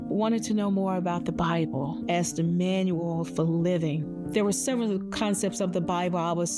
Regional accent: Charlotte, North Carolina, United States; I am from Charlotte, North Carolina. I grew up in a very strong Christian family. We were Southern Baptists.

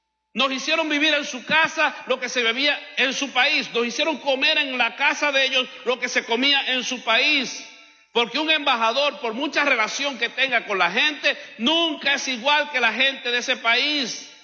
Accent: Cuba; now in United States

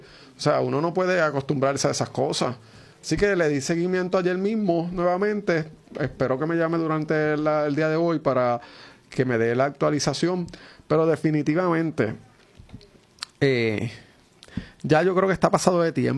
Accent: Aguada, Puerto Rico; Yo estoy corriendo por la alcaldía de mi pueblo.

